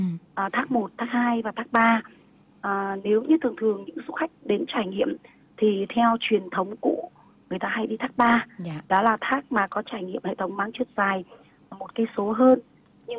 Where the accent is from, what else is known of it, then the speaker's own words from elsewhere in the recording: Da Lat, Lâm Đồng, Vietnam; Chị sinh ra và lớn lên ở Đà Lạt. Nhưng mà làm du lịch thì được 18 năm rồi.